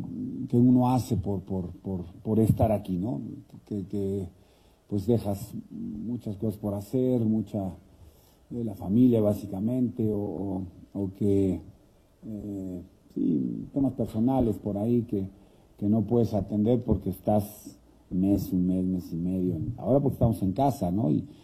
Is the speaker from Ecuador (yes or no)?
no; Mexico; Para mí, como mexicano, no hay mayor goce o disfrute que representar tu país en algo, en lo que sea, ¿no?